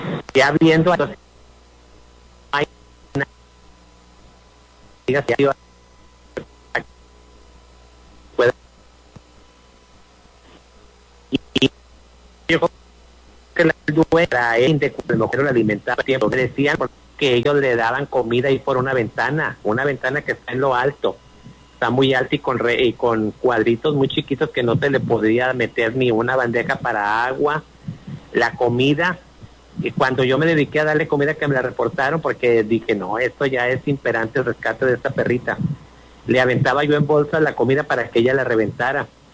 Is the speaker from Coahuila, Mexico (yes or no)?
yes; Agujita, Coahuila, Mexico; como nos conocemos, somos aquí de Agujita.